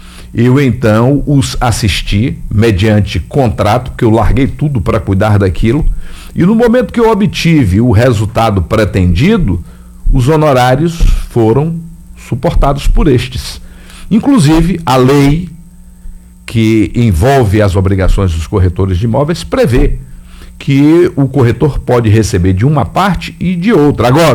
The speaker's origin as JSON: {"language": "Portuguese", "town": "Rui Barbosa", "region": "Bahia", "country": "Brazil", "tie": "born or raised there", "moved": "yes", "lives_now": "Salvador, Brazil", "said": "Rui Barbosa, minha cidade natal"}